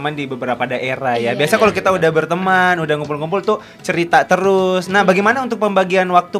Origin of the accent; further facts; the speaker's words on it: Makassar, South Sulawesi, Indonesia; kita orang Makassar tuh ketika ketemu orang-orang di luar, kita ngomongnya biasa, takutnya dia dengerin kita marah.